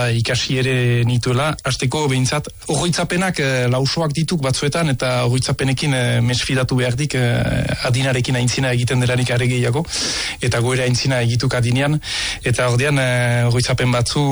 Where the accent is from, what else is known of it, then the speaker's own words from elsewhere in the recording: Donazaharre, Nouvelle-Aquitaine, France; Ez? Donazaharrekoa.